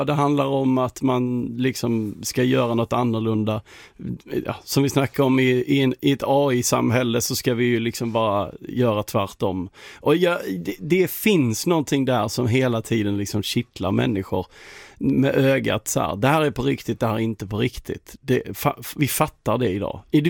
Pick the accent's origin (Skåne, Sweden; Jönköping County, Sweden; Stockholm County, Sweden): Skåne, Sweden; accent: Scanian (skånska); Och det var som vi sa, att det är vår svenska dialekt, skånskan då, är ju rock'n'roll språket liksom.